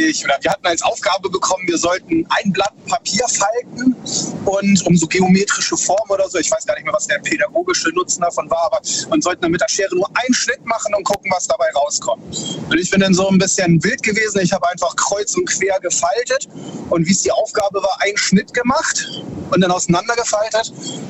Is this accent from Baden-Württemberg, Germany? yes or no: yes; Baden-Württemberg, Germany; Ich bin aus zwischen Heidelberg und Karlsruhe.